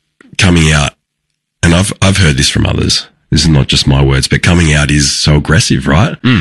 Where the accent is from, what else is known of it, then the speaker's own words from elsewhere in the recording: Haddon, Victoria, Australia; the major centre was Ballarat, but I grew up sort of 20 minutes, 30 minutes out there towards Beauford, but in a little town called Haddon.